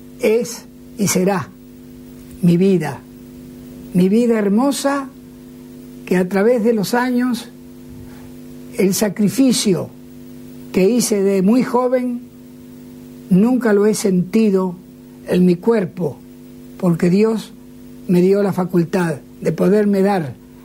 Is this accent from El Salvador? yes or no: no; Argentina; a través de él pude conocer otros países tan, tan hermosos como este, pero no tan querido para mí como mi Argentina.